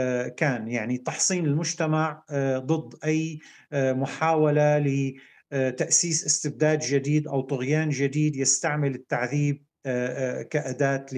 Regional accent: Syria; ولكن فيما يخص بلدنا سوريا

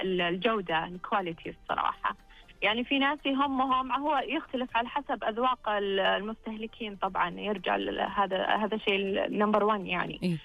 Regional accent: Al-Qassim, Saudi Arabia; now in Riyadh, Saudi Arabia; لكني ساكنه بالرياض.

